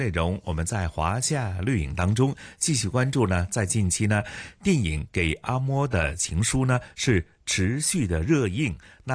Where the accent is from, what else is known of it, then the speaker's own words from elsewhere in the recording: China; 以及我们中国人呢传统的善良和真挚的一种情感力量